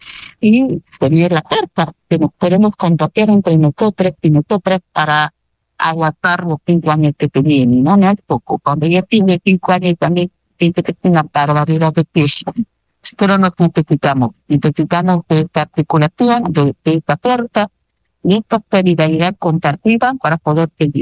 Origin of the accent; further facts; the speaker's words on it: Peru; No son temas ajenos a nosotros como personas, como peruanos y peruanas.